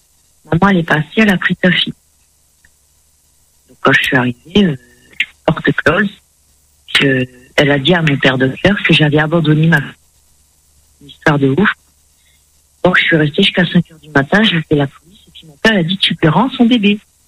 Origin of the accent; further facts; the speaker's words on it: France; Pourtant, je suis française, hein.